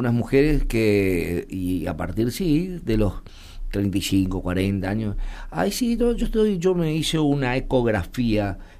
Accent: Argentina; porque como argentinos nos gusta hablar de todo

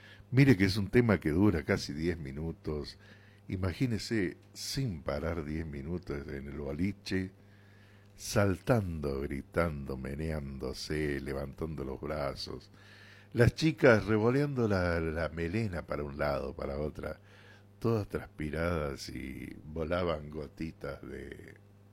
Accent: Córdoba, Argentina; Yo le hablo de Córdoba

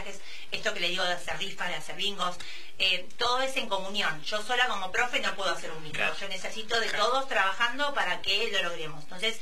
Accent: Argentina; pero bueno, siempre también como buenos argentinos le ponemos el pecho y salimos adelante.

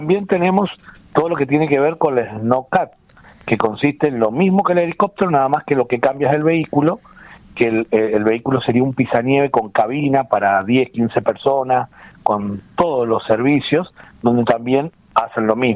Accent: Mendoza, Argentina; somos el Real del Pehuenche

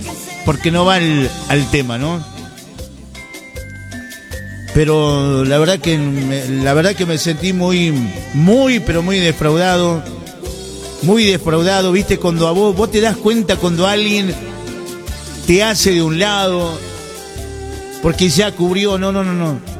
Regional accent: El Quebrachal, Salta, Argentina; now in Salta, Argentina; yo vengo de Quebrachal, vengo de una familia muy humilde

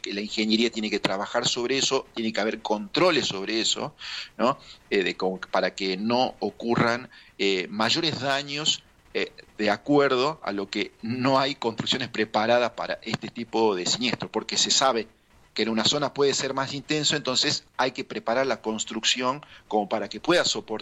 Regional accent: Salta, Argentina; moved away; Yo soy originalmente también de Salta

